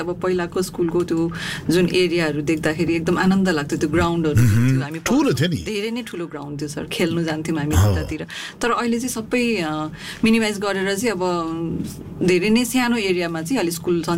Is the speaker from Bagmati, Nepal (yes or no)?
yes; Lalitpur, Bagmati, Nepal; now in Dhapakhel, Nepal; मेरो चाहिँ अहिले घर धापाखेलमा हो सर, र मेरो माइती चाहिँ सातो बाटोमा छ सर